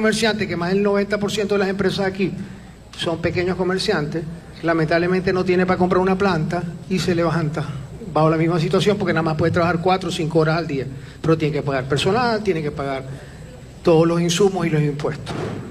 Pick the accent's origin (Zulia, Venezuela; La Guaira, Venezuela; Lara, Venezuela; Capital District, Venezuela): Zulia, Venezuela; Maracaibo; yo vengo de Maracaibo, donde se nos va la electricidad 6, 7, 5 horas al día. Y aquí hay maracuchos, ojalá lo reconozcan.